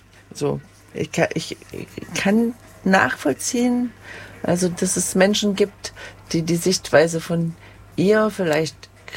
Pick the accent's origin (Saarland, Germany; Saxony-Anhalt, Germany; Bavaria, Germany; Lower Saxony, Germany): Saxony-Anhalt, Germany; Halle; also ich komme aus Halle und Sachsen-Anhalt